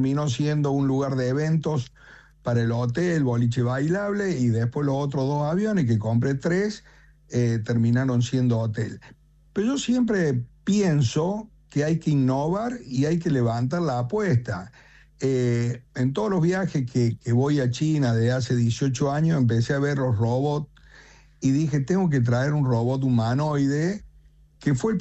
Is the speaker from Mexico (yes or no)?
no; Argentina; lo importante es que los argentinos, los que nos sentimos que somos argentinos, hagamos por este país maravilloso.